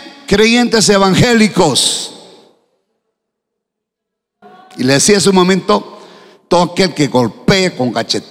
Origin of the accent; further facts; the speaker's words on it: Huacho, Lima, Peru; born there; Yo vivía de pequeño en Huacho, Norte Chico de Lima.